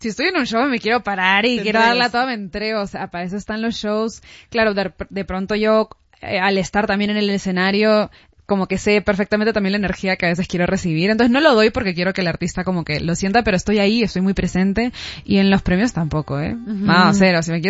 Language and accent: Spanish; Peru; moved away; aterrizando en mi país, en Lima.